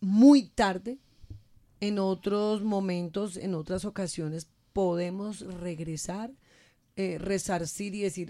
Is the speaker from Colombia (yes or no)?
yes; Boyacá, Colombia; Siendo boyacense no fui pocholera, no.